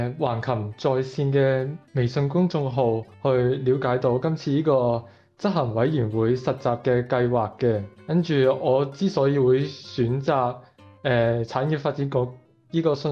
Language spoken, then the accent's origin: Cantonese; Macau; moved away as an adult; now in Wuhan, China; 我來自澳門，而家喺武漢大學就讀嘅，係計算機學院軟件工程專業嘅學生，今年係大三